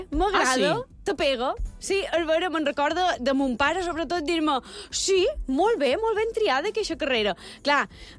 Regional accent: Palma, Balearic Islands, Spain; Sol contestar que soc de Palma, però ja per les renyades que m'endú. Jo soc de Sant Ferriol, tota la vida he viscut a Sant Ferriol.

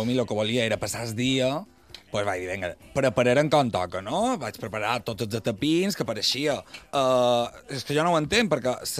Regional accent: Balearic Islands, Spain; Ja vaig dir, clar, a mi com a mallorquí no me passarà.

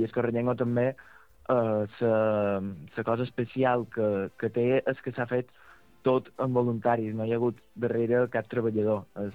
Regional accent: Sa Pobla, Balearic Islands, Spain; Nosaltres, per exemple, ja som de Sa Pobla i l'arribada a Sa Pobla va ser molt, molt xula

